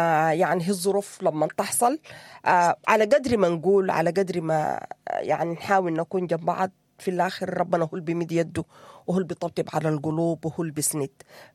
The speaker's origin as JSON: {"language": "Arabic", "country": "Sudan", "moved": "yes"}